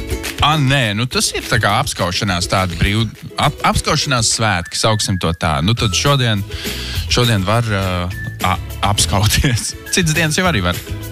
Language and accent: Latvian; Cēsis, Cēsis Municipality, Latvia; born there; Man bija draugs Pēters, bērnībā Cēsīs